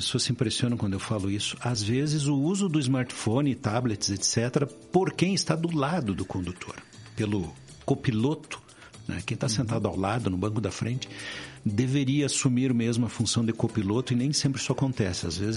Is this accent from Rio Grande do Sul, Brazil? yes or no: yes; Rio Grande do Sul, Brazil; moved away; Eu estou no 6.0, um vínculo muito forte com Rádio AM. E sou natural do Rio Grande do Sul, onde o rádio tem uma força cultural muito significativa, né?